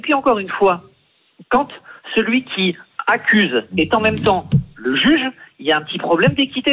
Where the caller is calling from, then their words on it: Toulouse, Occitanie, France; parce que je suis toulousain